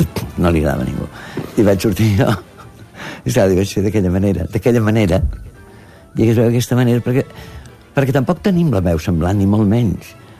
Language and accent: Catalan; Catalonia, Spain; Una, perquè jo sóc català, això és complicat en el doblatge.